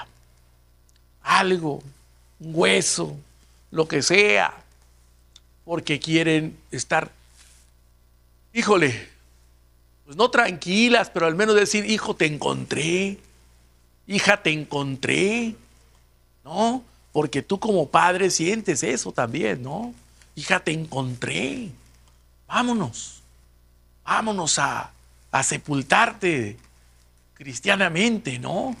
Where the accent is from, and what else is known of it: Mexico